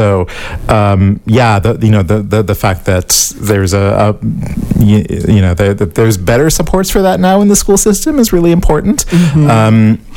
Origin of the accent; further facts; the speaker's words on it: St. John's, Newfoundland and Labrador, Canada; Well, I'm from St. John's. Yeah, so I grew up here. I've lived away for different chunks of time over the years, okay. But always seem to come back at some point. But yeah, I'm from here originally, here in town.